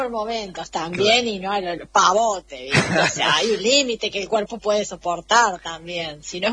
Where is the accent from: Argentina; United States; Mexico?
Argentina; Córdoba